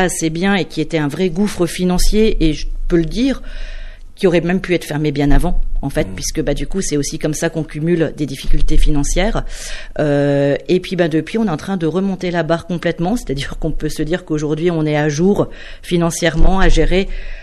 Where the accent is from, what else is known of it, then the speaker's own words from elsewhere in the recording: Metz, Grand Est, France; moved away; also born or lived in Toulouse / Lyon; moi, je suis née à Metz, je suis partie longtemps, Toulouse, Lyon, enfin, j'ai un petit peu navigué en France. Un jour, je suis revenue à Metz, mais pour une Messine pure souche